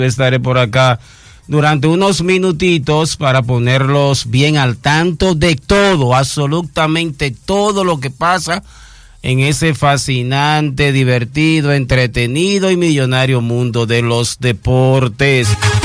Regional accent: Dominican Republic

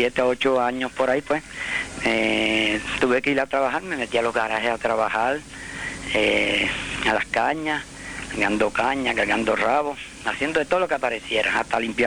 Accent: Lajas, Puerto Rico; also born or lived in Salinas, Puerto Rico; yo vine aquí por la situación de mi querida madre, pues que me trajo aquí cuando yo tenía llegando ya cerca de un año, me trajo aquí al barrio La Haya y aquí me quedé.

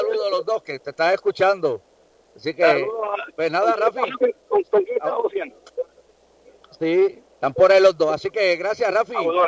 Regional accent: Puerto Rico; nuestra isla de Puerto Rico.

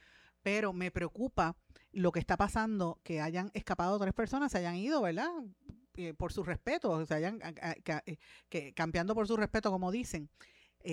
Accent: Puerto Rico; nosotros como puertorriqueños

